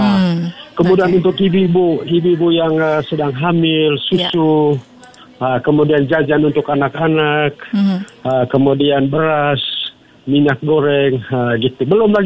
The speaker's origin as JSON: {"language": "Indonesian", "region": "East Nusa Tenggara", "country": "Indonesia", "lives_now": "Jakarta, Indonesia"}